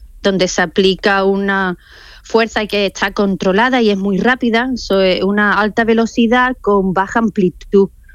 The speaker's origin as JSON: {"language": "Spanish", "town": "Málaga", "region": "Andalusia", "country": "Spain", "moved": "as an adult", "lives_now": "Wales, United Kingdom", "said": "Yo soy de Málaga."}